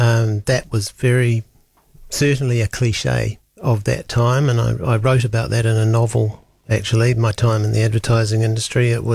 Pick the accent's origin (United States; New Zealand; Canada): New Zealand; Wellington; I grew up in Kelburn on a street called Central Terrace.